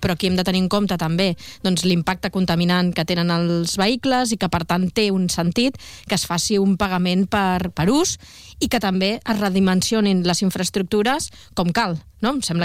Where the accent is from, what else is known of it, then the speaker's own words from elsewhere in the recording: Sant Celoni, Catalonia, Spain; moved away; jo que els caps de setmana doncs, acostumo anar al meu poble, no?, que és Sant Celoni